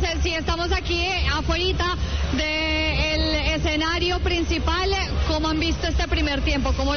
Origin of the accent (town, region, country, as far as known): Colombia